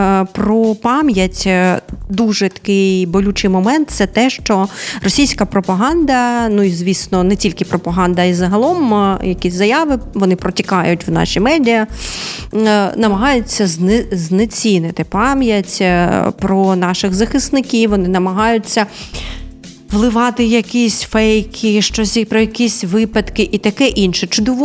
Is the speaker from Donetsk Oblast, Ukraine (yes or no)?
yes; Donetsk Oblast, Ukraine; я з Донеччини.